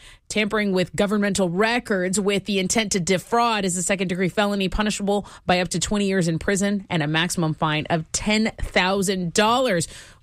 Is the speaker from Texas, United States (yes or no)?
yes; Corpus Christi, Texas, United States; now in Houston, United States; although I was working in Burbank, I'm from Corpus Christi, which is about 3.5 hours south of here.